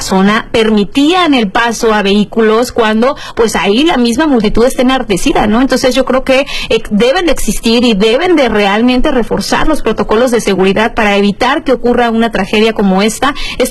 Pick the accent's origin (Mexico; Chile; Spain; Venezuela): Mexico; esta unidad que también como mexicanos